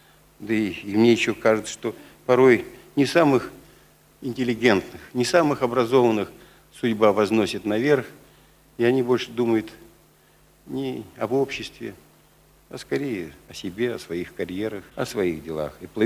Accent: Moscow, Russia; Мы, москвичи

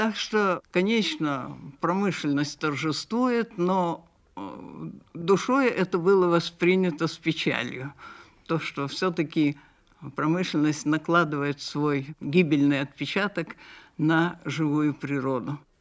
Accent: Yaroslavl Oblast, Russia; moved away; Я родилась в Ярославской области, в глубинке, где еще была настоящая предреволюционная темнота.

